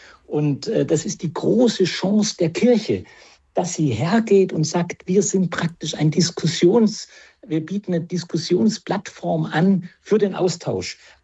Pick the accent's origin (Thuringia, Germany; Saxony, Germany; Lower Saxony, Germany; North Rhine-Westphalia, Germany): Thuringia, Germany; Ich komme ja aus Thüringen